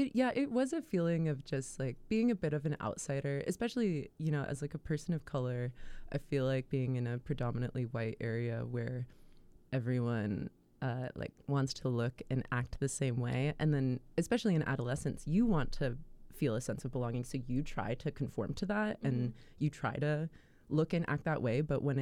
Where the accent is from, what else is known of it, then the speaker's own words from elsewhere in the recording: Leavenworth, Kansas, United States; moved away; I grew up in Leavenworth, Kansas, mm-hmm. Which is like northeast corner of Kansas.